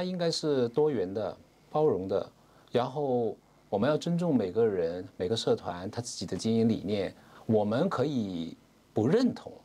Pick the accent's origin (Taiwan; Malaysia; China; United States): China; Wuyi, Guangdong; moved away as an adult; 其实我们五亿人呢是海外非常多的